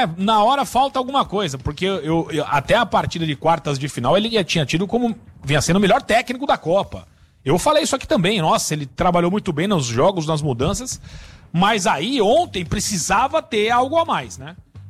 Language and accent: Portuguese; Brazil; nós brasileiros